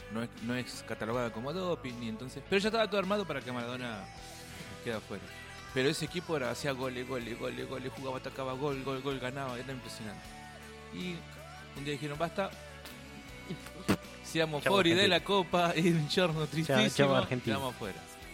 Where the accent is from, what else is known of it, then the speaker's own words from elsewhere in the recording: Argentina; somos argentinos